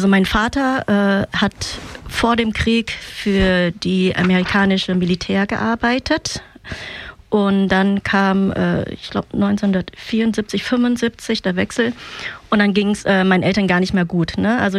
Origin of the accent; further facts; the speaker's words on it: Nha Trang, Khanh Hoa, Vietnam; Nee, also wir kommen aus der Küstenstadt Nha Trang, also es wird Nha Trang ausgesprochen. Und das ist auch da der Ort, wo wir geflohen sind.